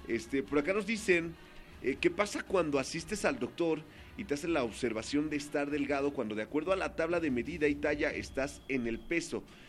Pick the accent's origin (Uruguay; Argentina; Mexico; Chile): Mexico; siendo mexicanos